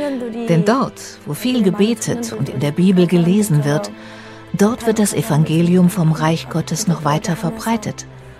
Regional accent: North Korea; German is a second language; now in Germany

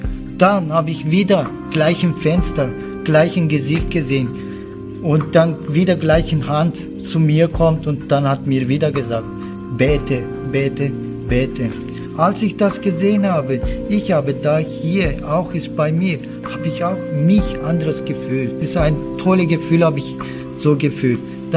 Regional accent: Turkey; born or raised there

